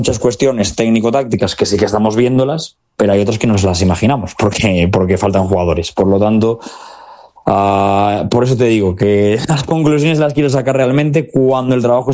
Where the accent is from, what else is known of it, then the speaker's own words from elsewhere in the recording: Galicia, Spain; para mí de afinidad al ser gallego